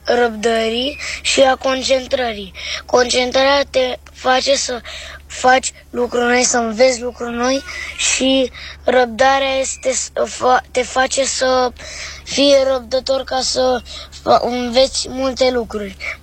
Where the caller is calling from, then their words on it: Bucharest, Romania; din București.